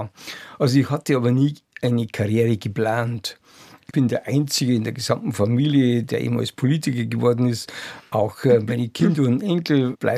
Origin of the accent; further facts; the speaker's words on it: Bavaria, Germany; Mich hat geärgert oder gewurmt, dass ich dann also in München hier so als Niederbayer mit wenig als rückständig eingruppiert wurde.